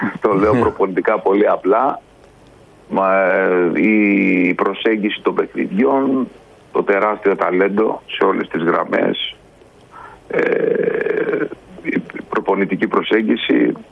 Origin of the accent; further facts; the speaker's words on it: Greece; είμαι Έλληνας.